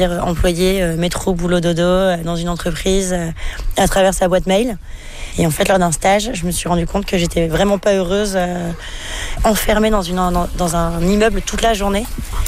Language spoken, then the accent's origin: French; France; now in Argentina; Il y avait encore personne qui s'était installé en Argentine pour faire ça en tant que Français.